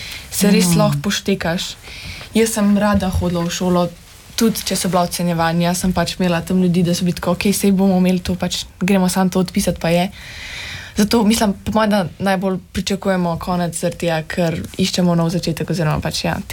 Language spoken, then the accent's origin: Slovenian; Jerova vas, Central Slovenia, Slovenia; Jaz sem iz Jerove vasi.